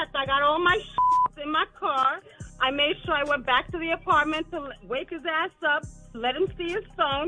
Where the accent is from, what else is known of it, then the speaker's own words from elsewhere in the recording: New York, United States; Well, I was calling from Brooklyn. I'm leaving Brooklyn. I'm from Long Island. I don't even do Brooklyn.